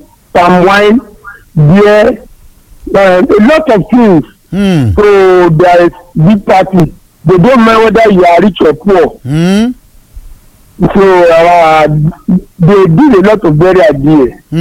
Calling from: Agbor, Delta, Nigeria; I'm from Delta State. Agbo to be precise.

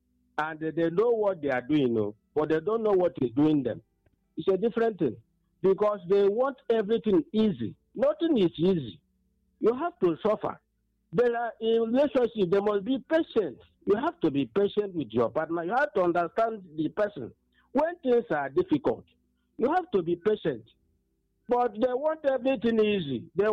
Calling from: Enugu, Enugu State, Nigeria; I'm calling from Enugu.

